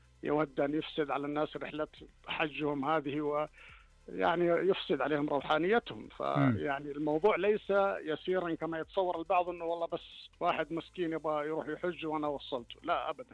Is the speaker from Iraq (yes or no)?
no; Saudi Arabia; يعني بلادنا بهذه الكفاءة وبهذه الجدارة لإدارة هذه الحشود